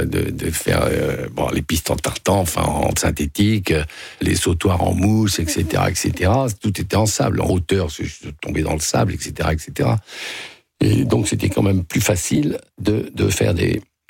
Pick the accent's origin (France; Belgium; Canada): France; Hauts-de-France; parce que je suis un enfant des cons, je suis du Nord, hein